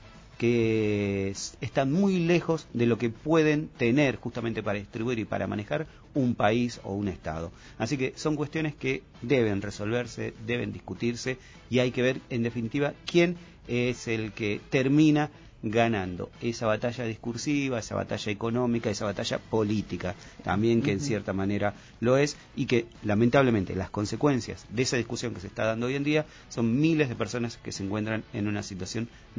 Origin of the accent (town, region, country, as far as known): Argentina